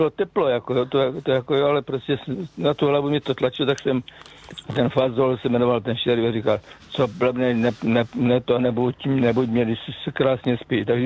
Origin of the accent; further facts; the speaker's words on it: South Moravian Region, Czechia; No, já jsem s tím vlastně začínal, když jsem se dostal z Moravského Slovácka, kde jsem se teda narodil a kde jsem vyrůstal, do Rožnova, na Promyslovku, tam jsem byl na internátě.